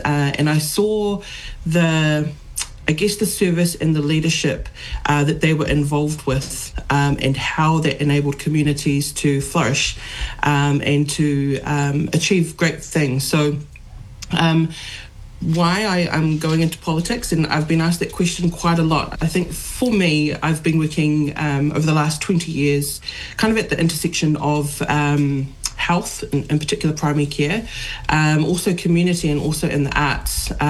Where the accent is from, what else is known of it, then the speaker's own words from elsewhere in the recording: Wellington, New Zealand; I was born and raised in Wellington. My parents both migrated here to New Zealand. My dad from Samoa, from the villages of Apia and Whareula, and my mum from the villages of Motulau in New Weir.